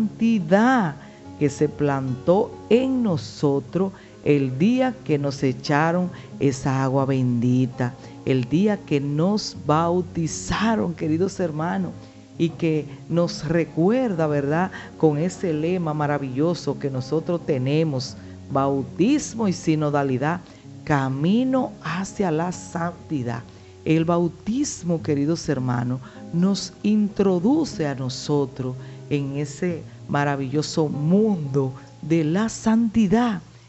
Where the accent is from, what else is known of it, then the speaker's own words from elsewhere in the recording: Dominican Republic; como dominicanos al fin, pues tenemos que celebrar